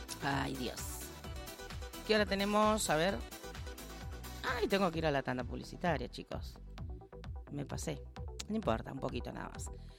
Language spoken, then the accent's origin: Spanish; Argentina; y somos argentinos.